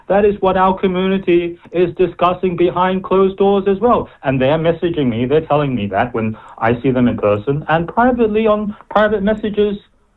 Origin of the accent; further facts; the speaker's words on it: Dunedin, Otago, New Zealand; moved away; After a lifetime away from my hometown and birthplace, Dunedin.